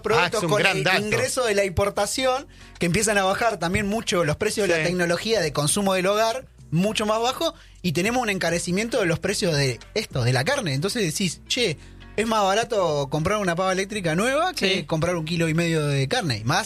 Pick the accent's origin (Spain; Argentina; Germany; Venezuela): Argentina; Necochea, Buenos Aires Province; yo soy oriundo de Necochea.